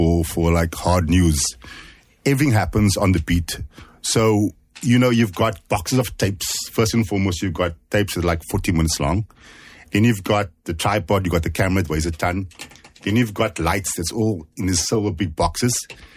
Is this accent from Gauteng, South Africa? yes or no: no; Cape Town, Western Cape, South Africa; me coming from Alexander Sinton, growing up in the Cape Flats in the 80s.